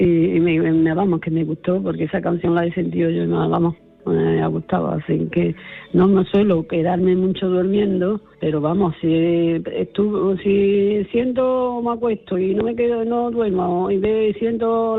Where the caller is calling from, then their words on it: Córdoba, Andalusia, Spain; de Córdoba